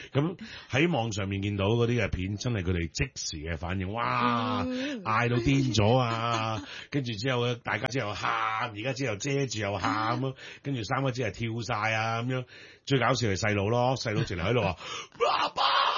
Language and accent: Cantonese; Chaozhou, Guangdong, China; 虽然我系潮州人，虽然我都系家庭观念同埋传统观念都几重嘅一个男人